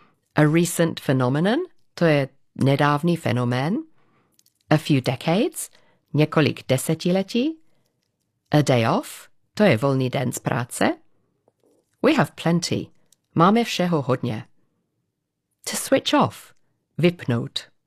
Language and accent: English; England, United Kingdom; As I grew up in England, it wasn't really something which many people did.